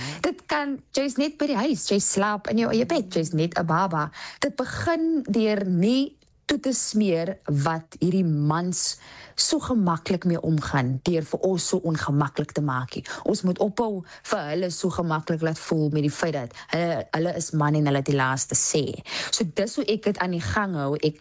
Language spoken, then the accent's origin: Afrikaans; Paarl, Western Cape, South Africa; ek is gebore en getoe in die Perel. Mense is geskok as hulle vra, jou hele lewe lank, sê ek ja, en ek sal nooit uit die Perel uittrek nie.